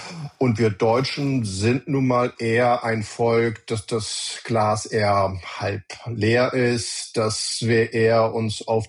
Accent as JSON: {"language": "German", "country": "Germany", "said": "gerade wenn man es mit anderen Ländern vergleicht, sind wir Deutsche schon ein Stück weit kritischer, sage ich es mal so."}